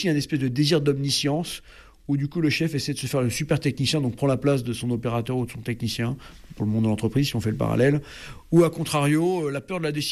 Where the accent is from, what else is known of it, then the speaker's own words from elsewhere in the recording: France; en tant que Français